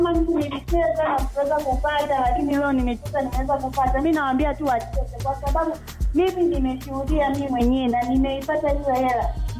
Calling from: Tanzania; Natokea Kiesa.

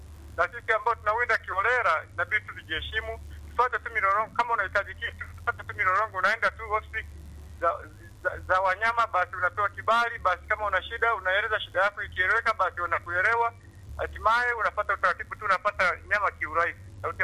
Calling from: Tanzania

